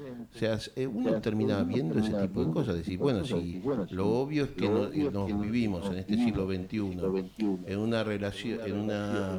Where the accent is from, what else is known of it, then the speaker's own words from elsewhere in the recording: Argentina; los que somos argentinos y argentinas